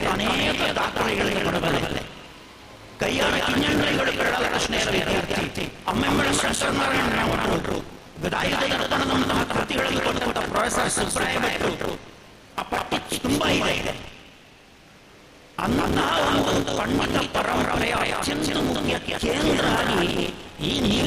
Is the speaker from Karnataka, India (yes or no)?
no; Kasaragod, Kerala, India; Kannada is a second language